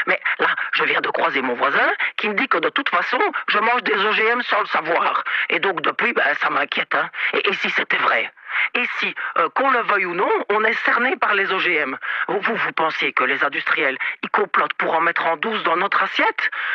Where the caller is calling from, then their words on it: Verviers, Wallonia, Belgium; je vous appelle de Verviers.